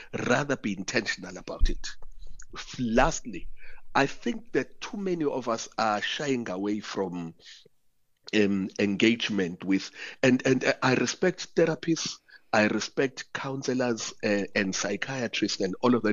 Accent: Umlaas, KwaZulu-Natal, South Africa; I mean, for example, I'm from Umlaas

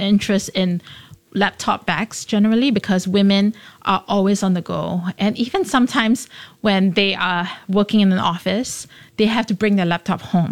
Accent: Singapore; I mean, I grew up here. I was born and bred in Singapore.

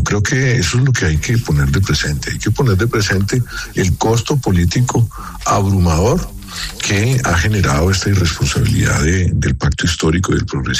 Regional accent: Colombia; Yo en eso creo que, como muchísimos colombianos y muchos analistas y muchos miembros del Congreso, pues estamos aterrados.

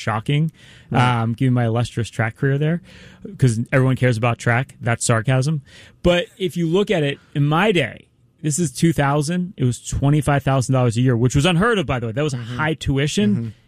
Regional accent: Philadelphia, Pennsylvania, United States; Because I'm from Philadelphia.

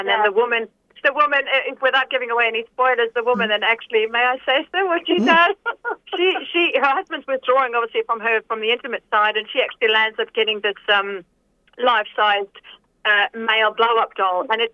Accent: Cape Town, Western Cape, South Africa; not only was it shot in Cape Town, my hometown, and it shows beautiful, you know, images of the city

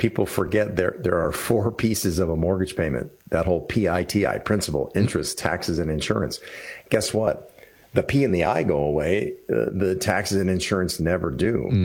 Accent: Washington, District of Columbia, United States; I grew up in the Washington, D.C. area.

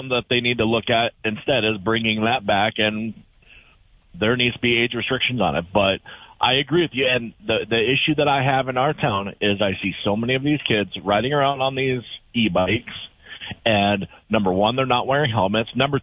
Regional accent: Minnesota, United States; So my question is, because I grew up in Minnesota, same town as you.

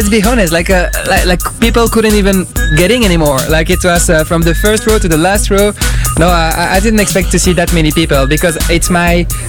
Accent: Brussels, Brussels-Capital Region, Belgium; English is a second language; So I'm from Belgium, I'm from Brussels

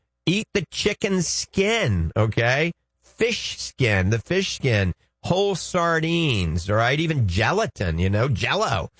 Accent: New Orleans, Louisiana, United States; accent: New Orleans; I promise, my New Orleans accent is going to come out right now.

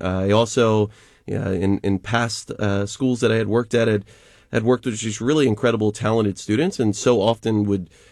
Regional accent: East Coast, United States; I'm originally from the East Coast, and Natomas Charter School was just a really, really special place.

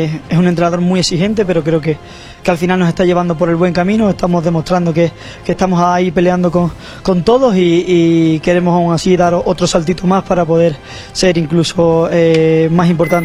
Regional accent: Sevilla, Andalusia, Spain; moved away as an adult; now in Mexico; vengo también de un sitio donde yo soy, de Sanlúcar de Sevilla, que en el que también los derbis se viven muy, muy fuerte

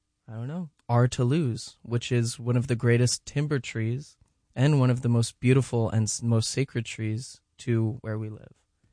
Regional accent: Pennsylvania, United States; where we live in the southern part of their range near my hometown in Pennsylvania

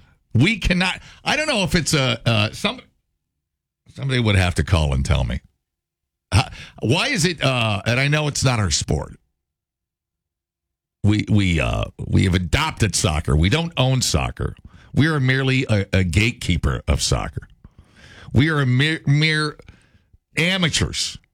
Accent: United States; I'm an American, for God's sake.

